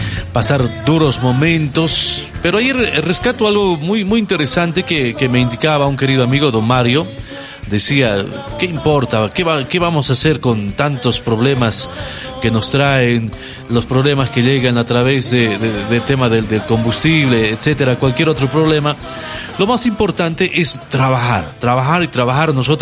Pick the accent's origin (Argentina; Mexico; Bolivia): Bolivia